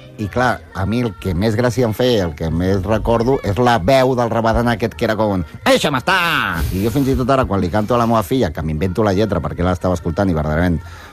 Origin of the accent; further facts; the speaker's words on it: Barcelona, Catalonia, Spain; also born or lived in Figueres; M'he criat a Barna, sí.